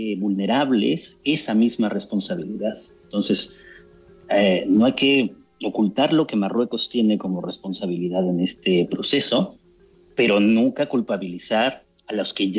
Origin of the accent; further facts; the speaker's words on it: Mexico; aunque yo soy mexicano, aunque también es español